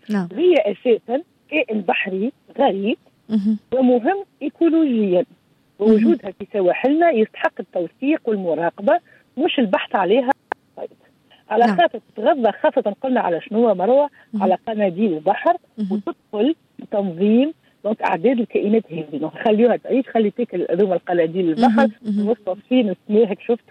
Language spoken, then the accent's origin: Arabic; Tunisia; وعندنا في تونس، أنا شو قلت لهنا، عندنا تاريخ معاها من عام 66